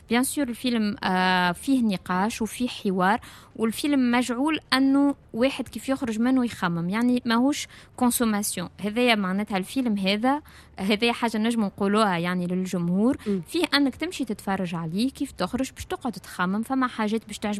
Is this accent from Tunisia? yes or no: yes; Tunisia